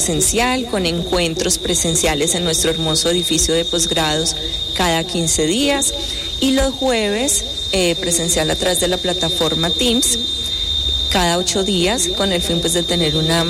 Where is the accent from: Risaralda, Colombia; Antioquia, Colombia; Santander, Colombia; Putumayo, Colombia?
Risaralda, Colombia; Pereira